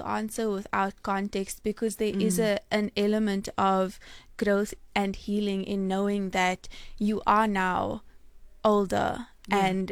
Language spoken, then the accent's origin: English; South Africa; But the other side of it is that as South African women, we do become quite numb to these things.